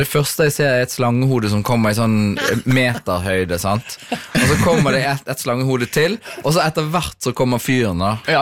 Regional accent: Trondheim, Trøndelag, Norway; born there; Vi er født i Trondheim, begge to.

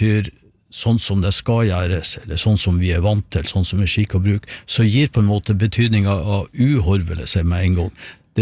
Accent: Sandnessjøen, Nordland, Norway; det kommer vi fra Sandnessjøen, og når jeg ser imot fjellene der, så ser jeg et fjell som egentlig heter Horva.

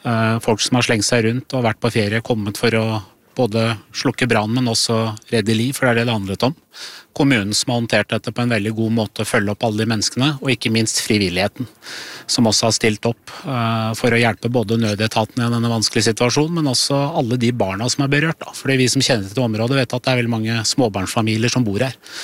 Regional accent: Buskerud, Norway; Så kommer jeg fra Drammensområdet selv, så jeg kjenner jo mange som bor i et område som også har mistet sitt hjem.

